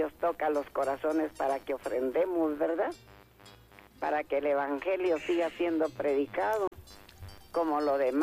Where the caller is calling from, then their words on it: Guatemala City, Guatemala Department, Guatemala; Le estoy llamando de aquí de Concepción La Loma, zona 16.